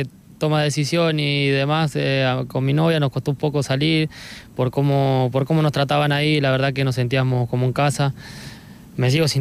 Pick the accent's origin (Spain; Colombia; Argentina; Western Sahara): Argentina; moved away; me cargan porque somos argentinos